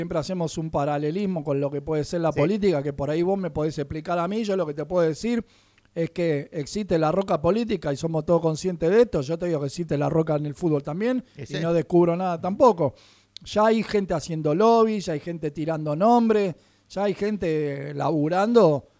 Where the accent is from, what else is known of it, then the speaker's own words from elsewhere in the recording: Argentina; soy argentino.